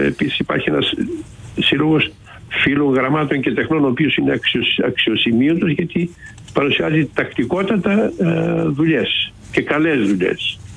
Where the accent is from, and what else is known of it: Serres, Central Macedonia, Greece